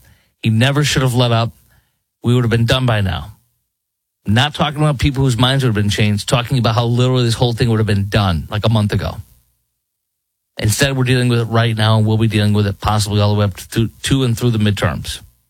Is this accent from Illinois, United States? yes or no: yes; Chicago, Illinois, United States; Let's go to Chicago, my hometown. It's always fun in Chicago.